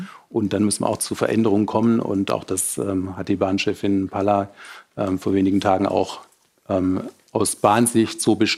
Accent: Baden-Württemberg, Germany; Wir haben leider mit Stuttgart 21, kommen wir aus der Region Stuttgart 1, so ein Beispiel

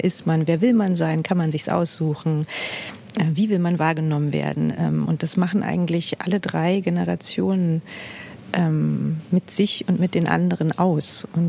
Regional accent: Berlin, Germany; Und ich kannte als Berlinerin nur so dieses flache Umland

